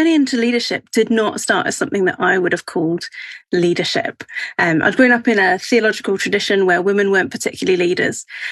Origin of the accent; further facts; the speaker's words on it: New Zealand; now in England; So I grew up in New Zealand where everyone had a bit of a can-do attitude.